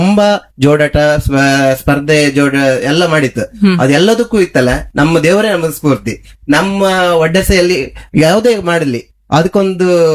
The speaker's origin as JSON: {"language": "Kannada", "town": "Vaddarse", "region": "Karnataka", "country": "India"}